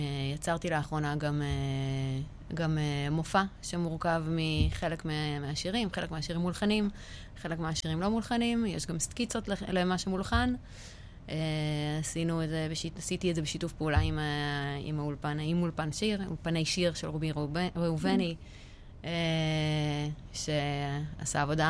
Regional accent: Mishmarot, Haifa District, Israel; אני לא מפרדס חנה, אני מקיבוץ משמרות, שזה מאוד צמוד, זה ממש באותו מקום, אבל זה לא אותו ישוב באמת.

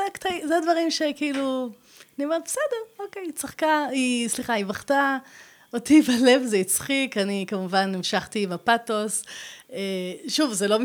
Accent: Hadera, Haifa District, Israel; אני באתי מחדרה. זה עיר קטנה מאוד, מאוד לא מפותחת. קטנה, נחמדה, באמת, באתי מבית צנוע מאוד.

